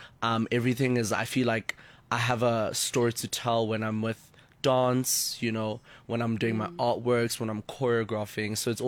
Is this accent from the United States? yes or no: no; South Africa; I'm authentically South African.